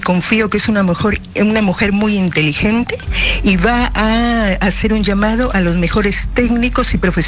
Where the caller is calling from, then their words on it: Trujillo, La Libertad, Peru; estoy llamando de Trujillo.